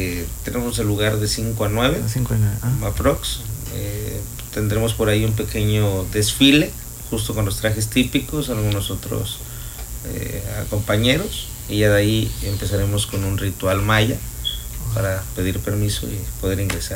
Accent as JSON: {"language": "Spanish", "region": "Chiapas", "country": "Mexico", "said": "los chiapanecos por decisión somos mexicanos."}